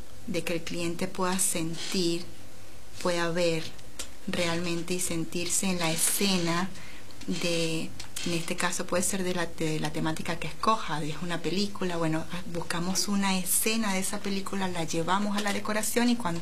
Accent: Venezuela; moved away as an adult; nosotras somos venezolanas, tenemos 8 años en este país

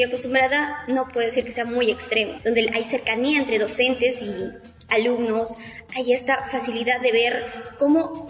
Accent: Peru; moved away as an adult; now in Catamarca, Argentina; conociendo no solo la realidad de mi país de origen, que es Perú y sus múltiples culturas, sino también lo que existe más allá de esto, que sería aquí, Argentina

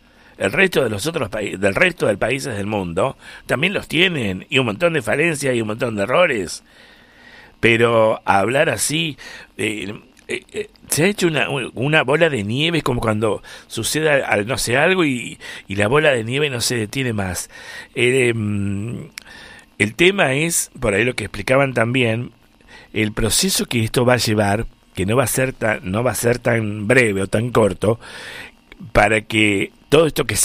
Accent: Argentina; como argentino que somos y que queremos nuestro país, nuestra tierra, todo lo que comprende nuestra querida República Argentina

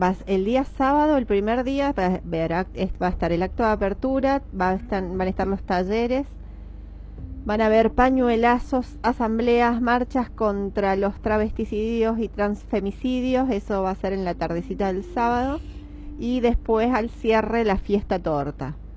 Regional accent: Punilla, Córdoba, Argentina; quienes somos de Punilla

